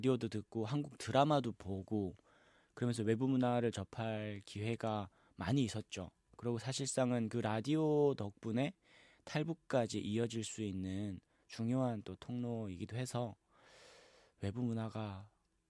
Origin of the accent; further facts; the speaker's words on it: Chongjin, North Hamgyong, North Korea; 청진에서 태어나서 청진에서 살고 청진에 있다가 청진에서 왔습니다.